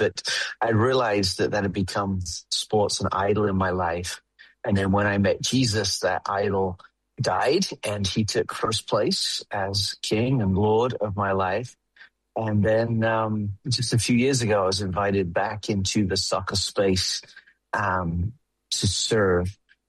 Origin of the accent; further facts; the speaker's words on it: England, United Kingdom; Growing up in England, when I was looking for an identity, football provided it.